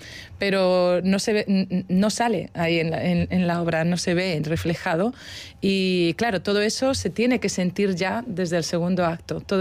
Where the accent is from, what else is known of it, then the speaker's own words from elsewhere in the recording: Madrid, Community of Madrid, Spain; Sí, soy de Madrid.